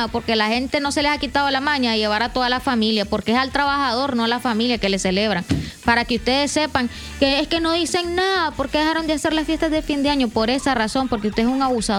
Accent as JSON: {"language": "Spanish", "country": "Nicaragua", "said": "nosotros como nicaragüenses"}